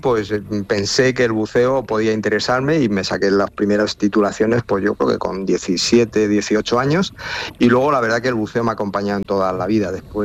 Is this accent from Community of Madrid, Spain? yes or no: yes; Madrid, Community of Madrid, Spain; Yo soy de Madrid y he vivido toda la vida en Madrid y el mar nos queda un poquito lejos